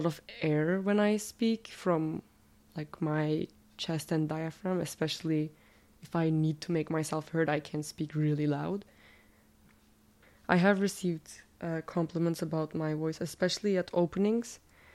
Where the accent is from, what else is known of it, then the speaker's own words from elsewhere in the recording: Bursa, Turkey; first language Turkish; English is a second language; I am from Bursa, Turkey. I think when I speak Turkish, I talk a lot like my father, who is an immigrant from Bulgaria.